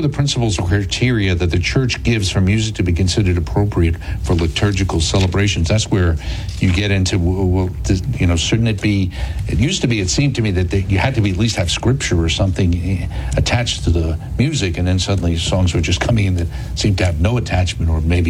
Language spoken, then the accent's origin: English; New Jersey, United States; in my home state of New Jersey, where music is widely appreciated